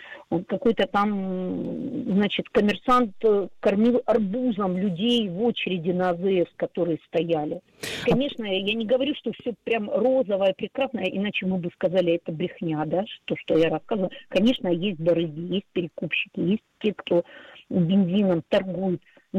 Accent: Donetsk, Donetsk Oblast, Ukraine; я вот дончанка

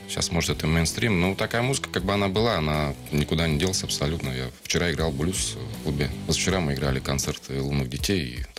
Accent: Ryazan, Ryazan Oblast, Russia; moved away as an adult; now in Moscow, Russia; я сам родом из Рязани, да, ну, живу уже лет 15 раз, живу, работаю здесь, в Москве.

